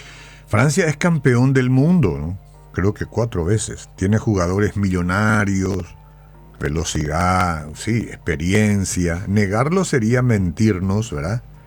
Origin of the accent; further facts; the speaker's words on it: Paraguay; Nosotros somos los paraguayos